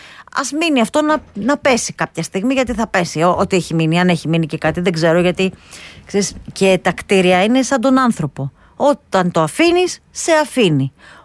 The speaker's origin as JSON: {"language": "Greek", "region": "Western Greece", "country": "Greece", "said": "ήμουν μικρή όταν είχε κλείσει, επειδή κατά το ίμιση είμαι και από την Αχαΐα."}